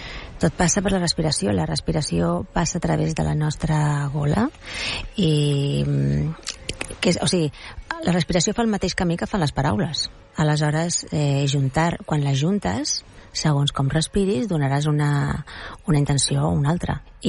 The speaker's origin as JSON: {"language": "Catalan", "region": "Catalonia", "country": "Spain", "said": "jo penso en català, jo sóc catalana"}